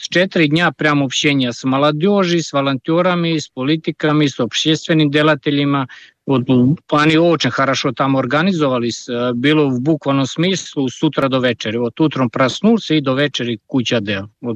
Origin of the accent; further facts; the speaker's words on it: Serbia; Russian is a second language; moved away as an adult; now in Russia; я просто уехал из Сербии 2013 года, не хотелось больше жить там.